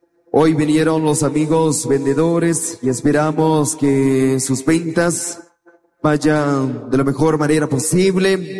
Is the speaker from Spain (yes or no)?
no; Guatemala; nosotros como guatemaltecos